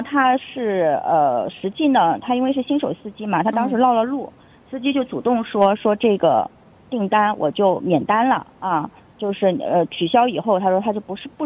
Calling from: Nanjing, Jiangsu, China; 我是一个南京的一个市民

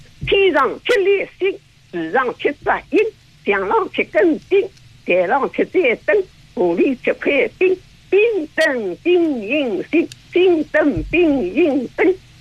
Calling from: Wuxi, Jiangsu, China; 我是无锡的

